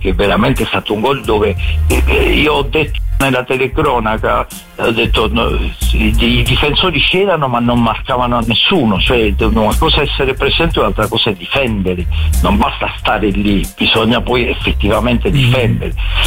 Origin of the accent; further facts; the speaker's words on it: Bari, Apulia, Italy; Di Bari. Io sono proprio di Bari, io sono mai, anzi, per la casa che ancora ce l'abbiamo di famiglia è a Palese, l'aeroporto di Bari, ma ormai Palese è frazione di Bari, non è nemmeno comune proprio, quindi è Bari.